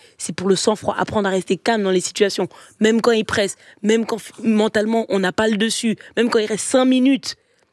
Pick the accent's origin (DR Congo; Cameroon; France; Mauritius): Cameroon; parce que moi je suis camerounaise, des trucs comme ça, nous on tabasse.